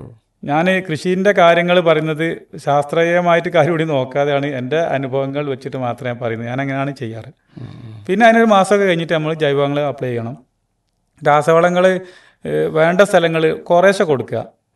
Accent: Kerala, India; നമ്മളെ ഈ മലബാർ മേഖലയിലെ

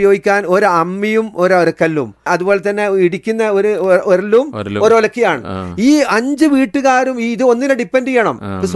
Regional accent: Thechi, Kozhikode district, Kerala, India; moved away as an adult; now in Saudi Arabia; ഞാൻ ജനിച്ചു വളർന്നപ്പോഴേ ഈ കിനാലൂർ എസ്റ്റേറ്റ് എന്ന് പറഞ്ഞ ഈ തൊഴിലാളികൾ താമസിക്കുന്ന ഇടത്ത് തെച്ചി എന്നൊരു കൊച്ചു ഗ്രാമത്തിൽ, അവിടെ സ്ട്രീറ്റ് ലൈറ്റ് ഇല്ല, സ്കൂളുകളില്ല, ഒന്നുമില്ല, അത് ഒറ്റപ്പെട്ടൊരു സ്ഥലമായിരുന്നു.

